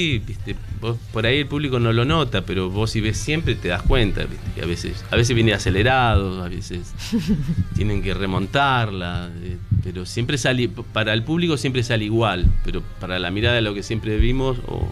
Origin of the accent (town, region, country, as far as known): Argentina; accent: Argentine; now in Asunción, Paraguay